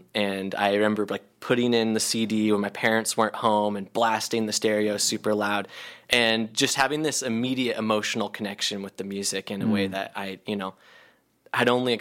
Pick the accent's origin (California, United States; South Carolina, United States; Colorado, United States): California, United States; Nevada County; born or raised there; now in San Francisco Bay Area, United States